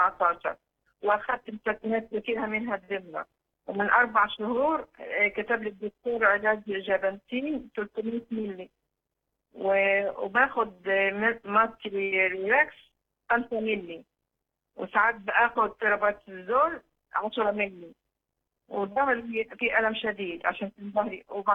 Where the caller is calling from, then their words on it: Sohag Governorate, Egypt; انا بنت الرب من سوهاج.